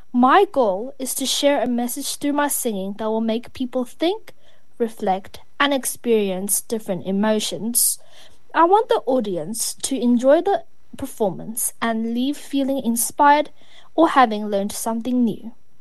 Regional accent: South Africa; I was born and raised in South Africa

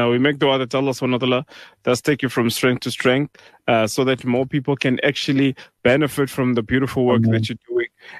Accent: Pretoria, Gauteng, South Africa; I mean, originally, I'm from Pretoria.

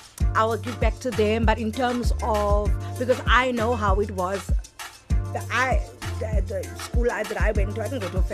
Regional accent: South Africa; moved away as an adult; now in Johannesburg, South Africa; I love my hometown. But I feel like everybody works at Volkswagen.

